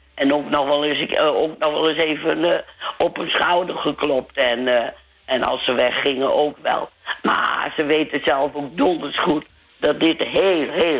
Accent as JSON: {"language": "Dutch", "town": "Muiden", "region": "North Holland", "country": "Netherlands", "said": "Nou, niet van Volendam, maar wel van de Muiden."}